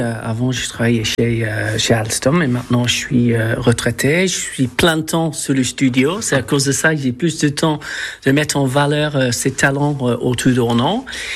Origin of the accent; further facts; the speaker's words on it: Preston, North West England, United Kingdom; French is a second language; On est de Preston, c'est dans le nord-ouest, 40 km de Liverpool et Manchester, entre les deux villes.